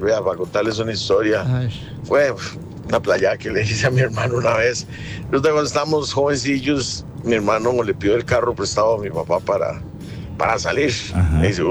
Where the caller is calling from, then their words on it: San Ramón, Alajuela, Costa Rica; somos de San Ramón de la Juela